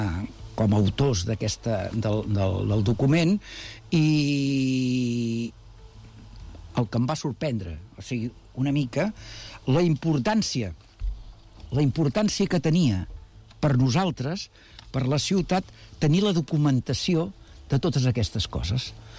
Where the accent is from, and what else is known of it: Badalona, Catalonia, Spain